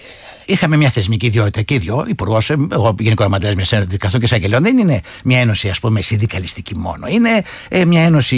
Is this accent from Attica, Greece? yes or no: no; Thessaly, Greece; Από τη Θεσσαλία, που είμαι εγώ, από την Ήπειρο, από την Κρήτη